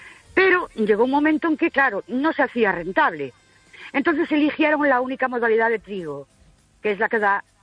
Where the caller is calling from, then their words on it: Ourense, Galicia, Spain; Buenas noches … de Orense.